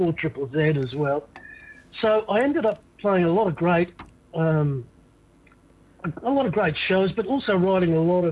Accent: Brisbane, Queensland, Australia; Look, I grew up in Brisbane, and I, in the... I was playing music in the early 80s in Brisbane

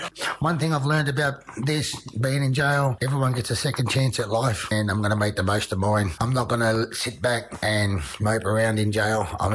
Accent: Sydney, New South Wales, Australia; I'm from Sydney, and I've got friends in Sydney

